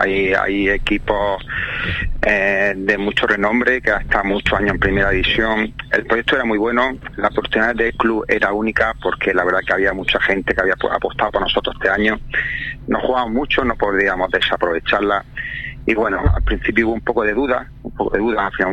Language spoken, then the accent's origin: Spanish; El Ejido, Andalusia, Spain